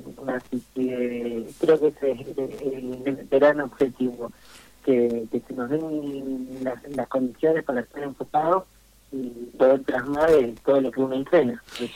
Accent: Moreno, Buenos Aires Province, Argentina; now in Mar del Plata, Argentina; yo en realidad soy oriundo de Moreno, nada más que el conurbano bonaerense. Y allá es un poco más complicado todo, digamos. es mucho más precario, digamos, desde las casas.

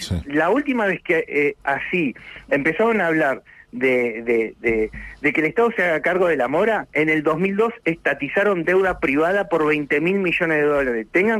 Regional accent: Argentina

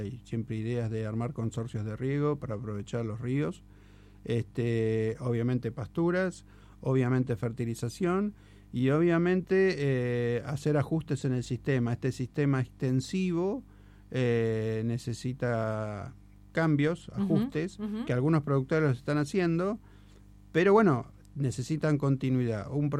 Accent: Argentina; el problema que tenemos como argentinos

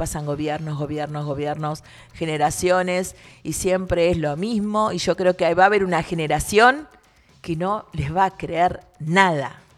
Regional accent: Argentina; nosotros somos de Buenos Aires

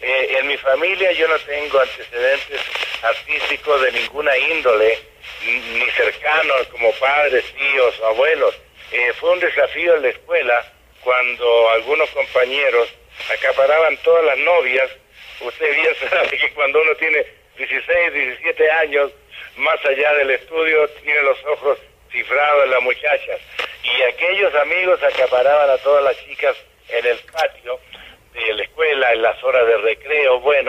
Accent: San Carlos, Ñuble, Chile; moved away; yo nací en San Carlos, Chile, en la provincia de Ñuble.

